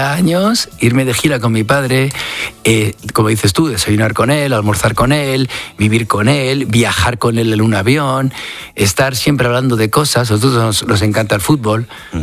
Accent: Spain; first language Spanish; moved away; para aquí, para mi país

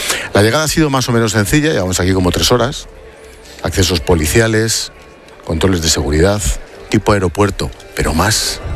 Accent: Madrid, Community of Madrid, Spain; para los que somos de barrio de Madrid, en el Cerro de la Mica.

